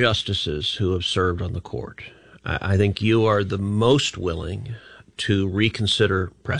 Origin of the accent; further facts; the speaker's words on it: Texas, United States; All right, now as a Texan, that makes me happy.